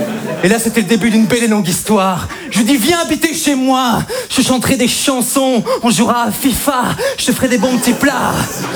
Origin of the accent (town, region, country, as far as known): Belgium